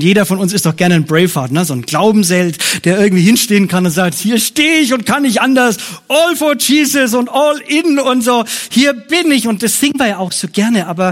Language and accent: German; Bavaria, Germany